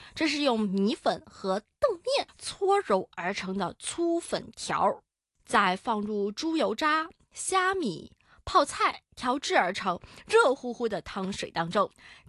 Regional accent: Macau

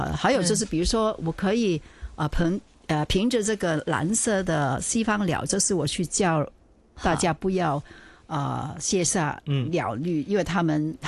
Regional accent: China; 你可以把他家花，因为我们是中国人嘛，因为我是觉得我学习了这个压花是欧美还有日本的艺术，不过我是觉得我们应该把我们中国的艺术放进去，

